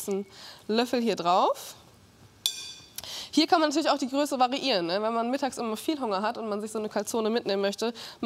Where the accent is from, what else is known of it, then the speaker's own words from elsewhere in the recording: Northern Germany, Germany; Ich komme ja aus dem Norden und oben bei uns gibt es ja den Grünkohl.